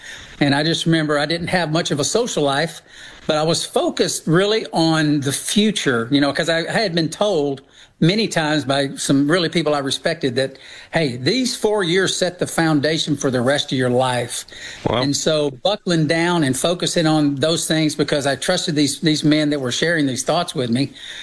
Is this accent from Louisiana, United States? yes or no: no; Tennessee, United States; born there